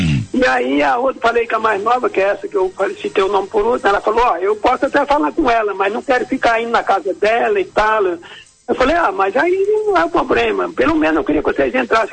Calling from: Tangará da Serra, Mato Grosso, Brazil; Eu falo de Tangará da Serra, Mato Grosso, padre.

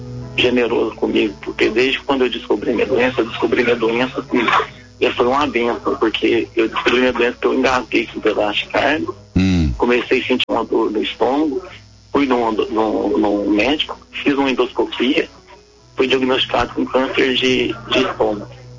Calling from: Abaeté, Minas Gerais, Brazil; Eu falo de Abaeté, Minas Gerais.

